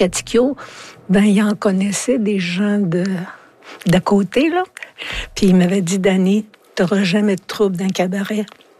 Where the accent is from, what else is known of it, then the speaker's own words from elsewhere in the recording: Quebec, Canada; Mais tu sais, je viens de l'Abitibi